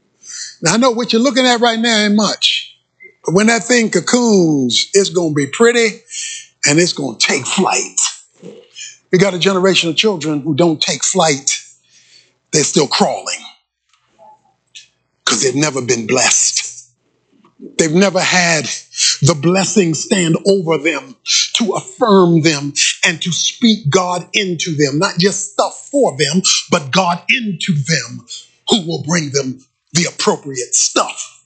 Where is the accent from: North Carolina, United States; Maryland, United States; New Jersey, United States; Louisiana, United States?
Maryland, United States; Baltimore; When I was growing up in Baltimore, we went duck pin bow